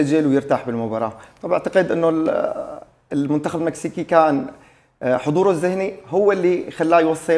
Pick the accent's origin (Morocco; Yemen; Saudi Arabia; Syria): Syria; في عنا نحن جمهور سوري بيحب لعبة كرة القدم